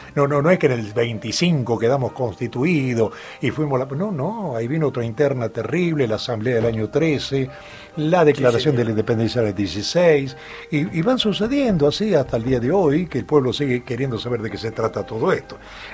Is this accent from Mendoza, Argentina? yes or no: yes; Mendoza, Argentina; born there; moved away; vamos a poner una canción también de Mendoza, porque es muy bonita la provincia donde yo nací y al que alguna vez tendré que volver. No volví, no es que no volví más. Volví varias veces a Mendoza, pero siendo adolescente.